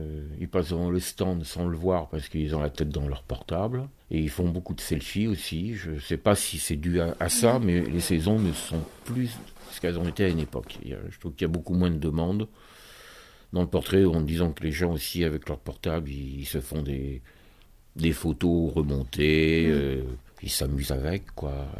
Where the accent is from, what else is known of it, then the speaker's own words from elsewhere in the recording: Royan, Nouvelle-Aquitaine, France; now in Toulouse, France; à Royan, justement. Ça me permet de retrouver ma ville natale.